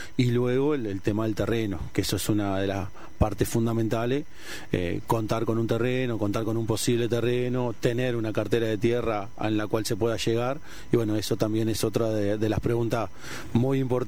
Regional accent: Uruguay; tanto uruguayos como uruguayas

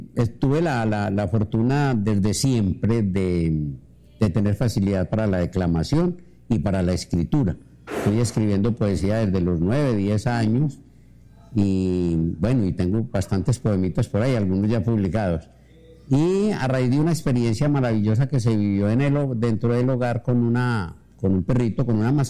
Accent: Santa Rosa de Cabal, Risaralda, Colombia; yo soy uno de los santarrosanos convencido de la generosidad de mi tierra. Nací en una vereda fabulosa que se llama Caracol, por los lados de La Estrella y El Español. Estudié allá en la escuelita, estudié en el núcleo escolar El Castillo

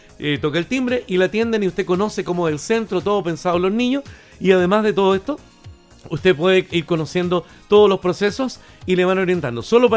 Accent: Chile; andamos agrandados los chilenos

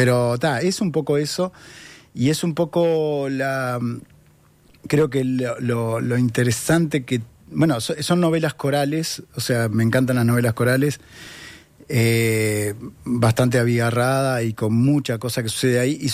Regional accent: Montevideo, Uruguay; soy absolutamente montevideano

